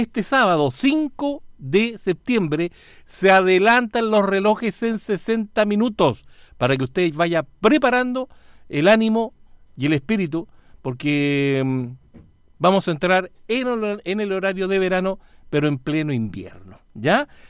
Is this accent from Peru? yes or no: no; Chile